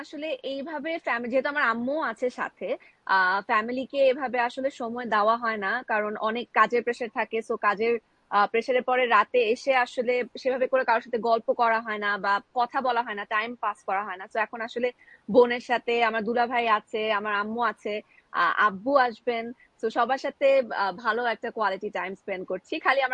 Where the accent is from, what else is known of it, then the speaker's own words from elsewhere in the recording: Dhaka, Dhaka Division, Bangladesh; also born or lived in Chittagong; তখন আমার আব্বু আম্মু, মানে আমি চিটং থেকে ঢাকায় মুভ করি 40 দিন বয়সে।